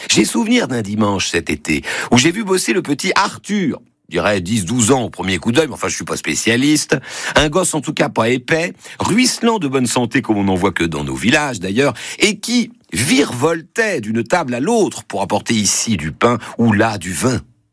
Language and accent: French; Grand Est, France; On les voit souvent chez nous, en Lorraine.